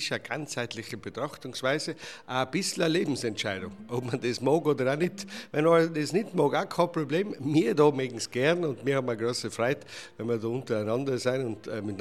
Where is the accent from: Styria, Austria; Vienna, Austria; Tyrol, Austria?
Tyrol, Austria; ich bin auf der Alpen aufgewachsen.